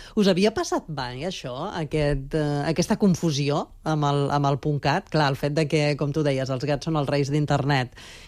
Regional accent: Catalonia, Spain; És que com som els catalans, eh?

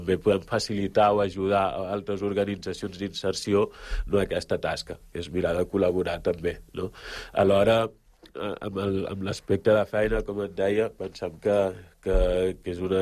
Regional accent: Upper River, Gambia; moved away; el Nyamanari, el meu poble, també està en aquesta regió

